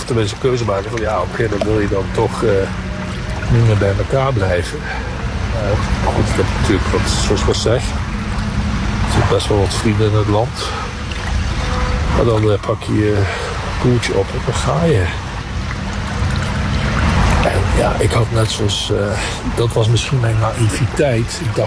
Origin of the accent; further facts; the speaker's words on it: Nijmegen, Gelderland, Netherlands; born there; ik ben geboren in Nijmegen, gestoken. En ik ben aan de overkant geboren. Dat zou je zeggen, ja, natuurlijk, dat is Nijmegen ook. Maar daar vooraan, echt achter deze rivier, dan begint Nijmegen en daar heb je een heel klein wijkje. Dat was een volksbuurtje.